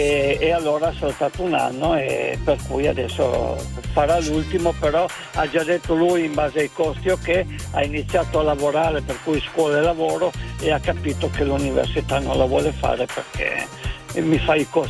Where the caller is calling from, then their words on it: Settimo Torinese, Piedmont, Italy; Settimo Torinese, provincia di Torino.